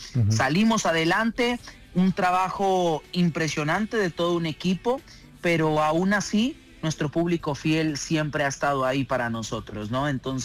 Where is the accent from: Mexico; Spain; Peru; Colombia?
Mexico; Y yo nazco en el 97. O sea, yo nunca me he presentado en México, en mi tierra.